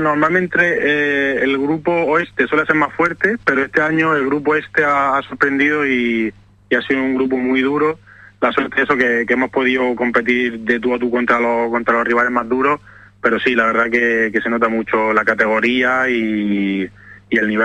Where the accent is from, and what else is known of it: Almería, Andalusia, Spain; moved away